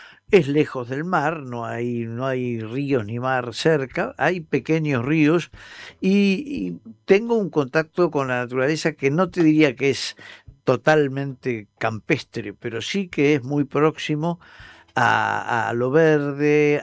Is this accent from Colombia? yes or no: no; Argentina; moved away as an adult; now in Spain